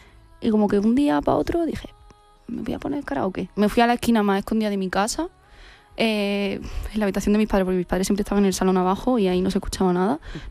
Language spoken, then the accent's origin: Spanish; Torre del Campo, Andalusia, Spain; moved away as an adult; also born or lived in Melilla / Granada; yo he nacido en Melilla, estuve ahí hasta los 3 añitos y ya mis padres se mudaron a Jaén, me criaron en Torre del Campo